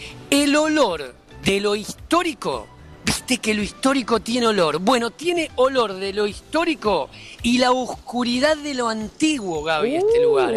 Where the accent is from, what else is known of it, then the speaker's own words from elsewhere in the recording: Libertad, Buenos Aires Province, Argentina; now in Caballito, Argentina; Yo nací, me crié en Indio y 9 de Julio. Esa era la intersección.